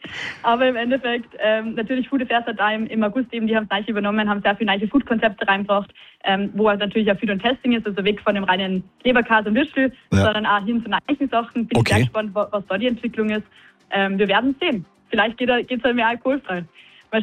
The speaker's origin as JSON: {"language": "German", "region": "Salzburg", "country": "Austria", "said": "Aber natürlich auch für mich als Salzburgerin ist es mega cool"}